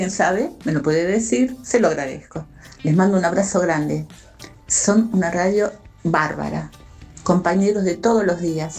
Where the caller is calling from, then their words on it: Caseros, Buenos Aires Province, Argentina; de Caseros.